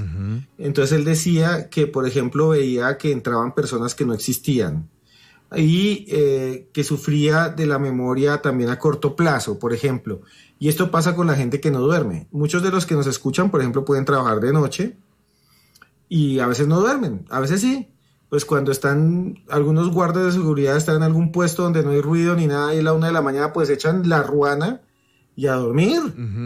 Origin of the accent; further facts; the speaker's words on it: Charalá, Santander, Colombia; en Charalá, Santander, pueblo de donde soy originaria, mi familia